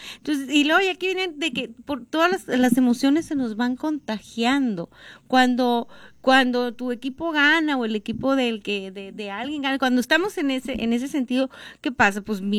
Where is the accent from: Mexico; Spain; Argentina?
Mexico; como somos los mexicanos de que sabemos acoger a todos